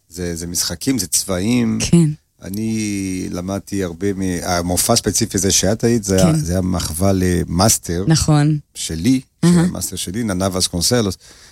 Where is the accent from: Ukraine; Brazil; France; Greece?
Brazil; Rio de Janeiro; now in Israel; אני גדלתי עם מוזיקה ברזילאית, כאילו, אני גדלתי בריו